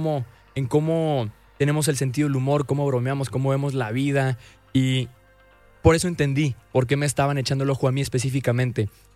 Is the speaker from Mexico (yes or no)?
yes; Monterrey, Nuevo León, Mexico